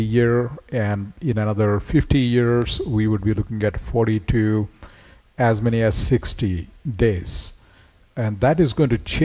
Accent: India; now in Boston, United States; growing up in India, I grew up when the temperature would typically go to 115, 118 degrees with 100% humidity. So the air temperature itself was pretty harsh and no air conditioning.

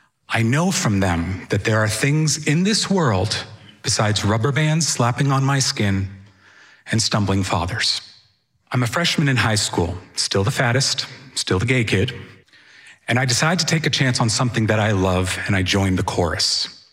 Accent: Sudbury, Massachusetts, United States; now in Stoneham, United States; I grew up in Sudbury, Massachusetts, and I live in Stoneham now, where I run my own disability law practice, and I am also a writer.

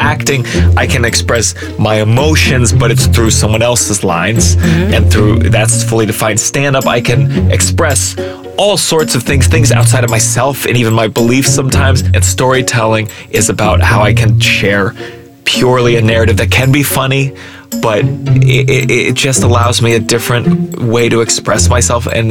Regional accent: New York City, New York, United States; I'm from New York City.

